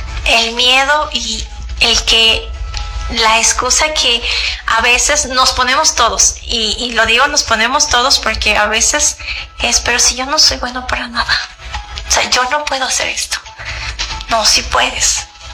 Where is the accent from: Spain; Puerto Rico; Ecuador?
Ecuador